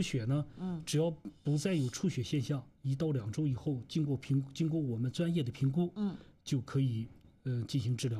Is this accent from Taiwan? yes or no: no; China; 我们中国人